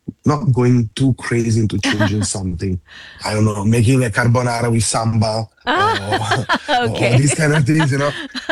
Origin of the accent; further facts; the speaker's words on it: Genoa, Liguria, Italy; also born or lived in Calabria; now in Singapore; We stay in my hometown, it's Genova.